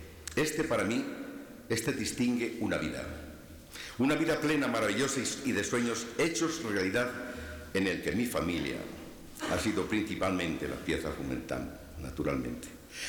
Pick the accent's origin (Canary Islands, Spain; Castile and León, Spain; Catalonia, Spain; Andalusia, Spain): Castile and León, Spain; Segovia